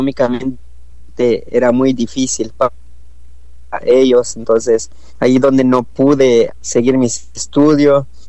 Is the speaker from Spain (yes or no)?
no; Guatemala; now in Los Angeles, United States; soy de Guatemala, pero vivo aquí en Los Ángeles, California.